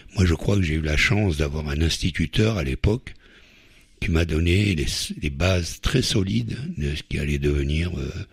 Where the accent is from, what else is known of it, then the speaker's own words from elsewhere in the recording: Algeria; moved away; Mais écoutez, je viens d'Algérie, j'ai quitté ce pays en 1962 dans les conditions que nous connaissons.